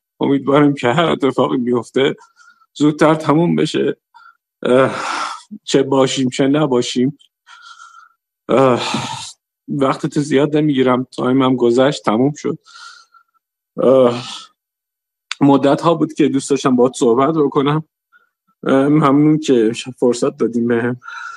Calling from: Mashhad, Razavi Khorasan, Iran

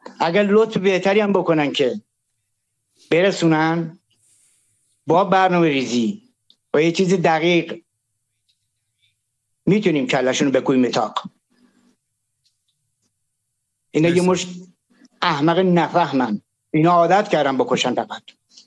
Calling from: Iran; به عنوان یه ایرانی

